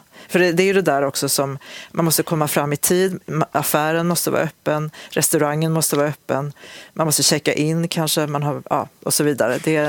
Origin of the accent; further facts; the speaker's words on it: Osebol, Värmland, Sweden; Och när jag gick från Karlstad till Osebol där jag växte upp